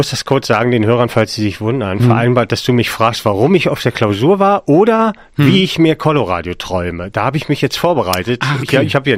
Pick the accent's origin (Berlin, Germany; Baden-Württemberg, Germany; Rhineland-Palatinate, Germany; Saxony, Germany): Saxony, Germany; Hoyerswerda; born there; ich bin in Hoyerswerda geboren